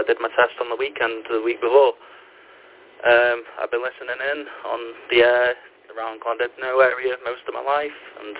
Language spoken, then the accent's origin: English; Mold, Wales, United Kingdom; I'm from North Wales, little town called Mould.